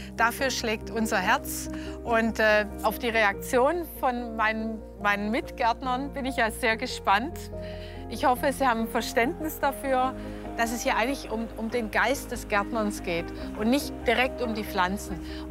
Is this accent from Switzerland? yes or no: no; Stuttgart, Baden-Württemberg, Germany; also born or lived in Belfast; Ich bin in Stuttgart geboren und hier aufgewachsen und bin aber mit 19 nach Irland ausgewandert.